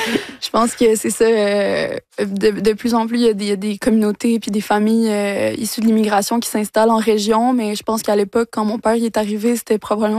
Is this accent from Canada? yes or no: yes; Quebec, Canada; D'une autre part, je pense qu'en tant que Québécois, Québécoise, c'est pour moi, c'est important